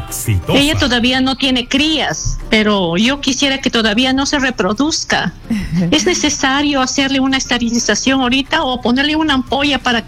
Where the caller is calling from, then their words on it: Soritor, San Martín, Peru; Estoy llamando desde la provincia de Moyobamba, de Distrito Soritor.